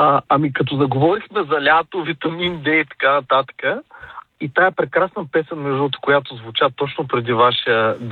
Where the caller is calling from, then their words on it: Varna, Varna Province, Bulgaria; съм от Варна.